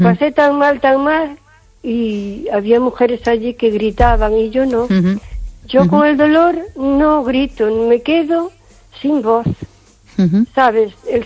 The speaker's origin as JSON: {"language": "Spanish", "town": "Carballiño", "region": "Galicia", "country": "Spain"}